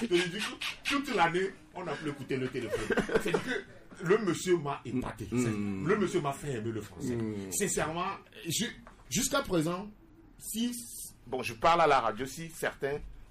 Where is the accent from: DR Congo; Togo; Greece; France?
Togo; Non, je ne suis pas européen, je suis togolais.